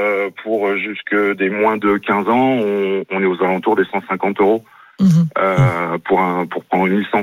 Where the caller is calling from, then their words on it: Hauts-de-France, France; Je vous appelle de la région Hauts-de-France.